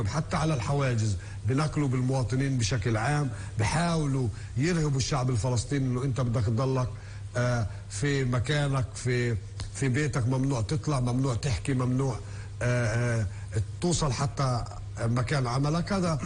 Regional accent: Palestine; احنا كشعب فلسطيني بشكل عام

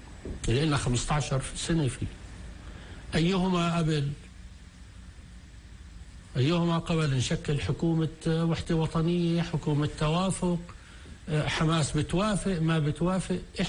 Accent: Palestine; احنا كل ما يتعلق فينا كفلسطينيين

